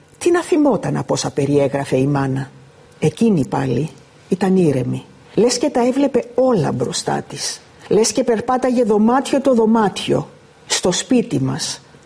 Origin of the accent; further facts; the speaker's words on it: Famagusta, Famagusta District, Cyprus; εμείς όσοι γεννηθήκαμε στην Αμόχωστο και ζούσαμε στην Αμόχωστο, στην Κύπρο, μπορέσαμε να δούμε ξανά την πόλη μας.